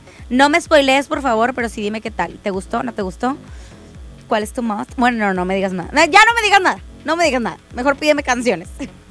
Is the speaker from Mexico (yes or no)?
yes; Monterrey, Nuevo León, Mexico; Bueno, qué raro somos los regios.